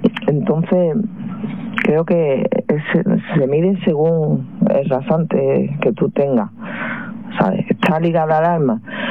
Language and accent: Spanish; Cádiz, Andalusia, Spain; pese a que soy de Cádiz